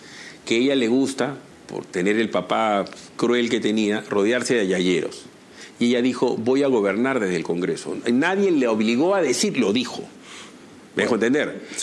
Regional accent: Lima, Peru; Si yo soy de Lima y me voy a instalar en Lima.

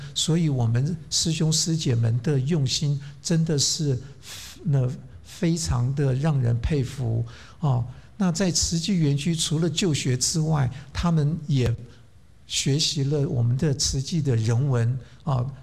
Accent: Taiwan; moved away

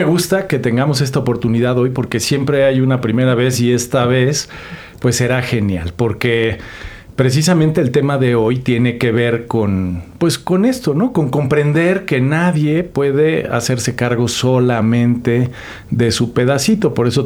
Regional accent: Mexico; Como mexicanos y como mexicanas

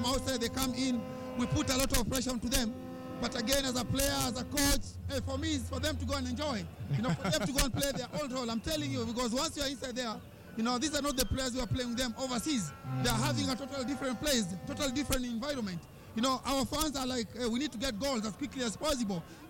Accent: Kenya; as a Kenyan

